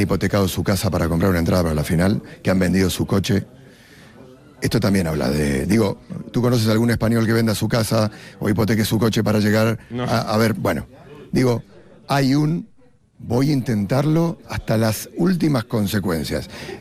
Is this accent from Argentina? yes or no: yes; Argentina; Yo, como argentino, lo veo súper igualado.